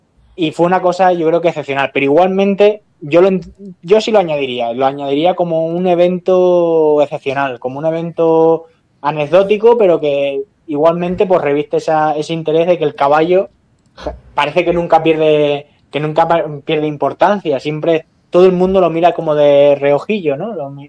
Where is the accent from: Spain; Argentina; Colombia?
Spain; Cáceres, Extremadura; en mi tierra, que en Cáceres, es que es muy normal ver a gente montando a caballo